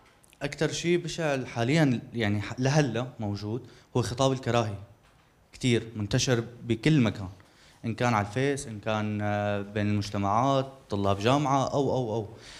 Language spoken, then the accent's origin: Arabic; Suwayda, As-Suwayda Governorate, Syria; من السويدة.